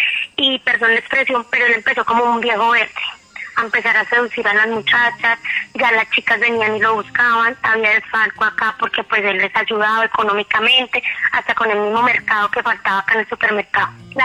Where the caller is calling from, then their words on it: Duitama, Boyacá, Colombia; Yo estoy acá en Duitama, Boyacá.